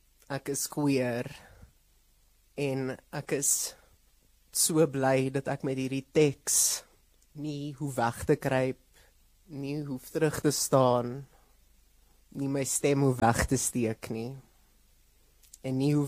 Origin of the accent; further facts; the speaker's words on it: Mbombela, Mpumalanga, South Africa; Ek kom uit die Laagveld uit. Mbombela spesifiek. Maar ek sê altyd Laagveld, want ek het groot geword saam met die mense van Sabi en Easy View en Komati Poort en Mashi Singh en Kanye Mazan